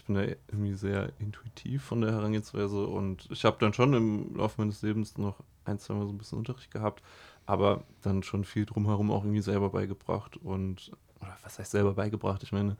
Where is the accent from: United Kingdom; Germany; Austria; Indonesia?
Germany; Heidelberg, Baden-Württemberg; Ich komme so aus Heidelberg. Ich bin so dort und im Vorort ein bisschen so aufgewachsen.